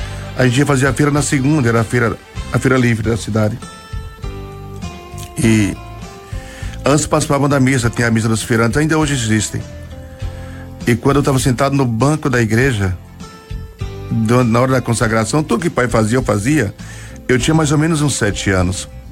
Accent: Sergipe, Brazil; eu sou natural do estado de Sergipe, de um povoado hoje extinto, só tem mesmo a terra. Nasci e me criei numa casinha de taipa, o povo chama de casa de pau-a-pique, né?

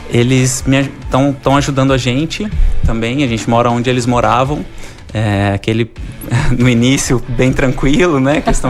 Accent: Brazil; now in Rio de Janeiro, Brazil; mesmo sendo brasileiro

